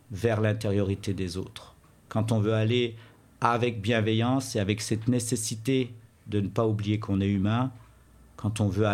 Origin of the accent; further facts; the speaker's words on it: France; born there; Ben, je viens de France, je suis né en France, je suis algérien.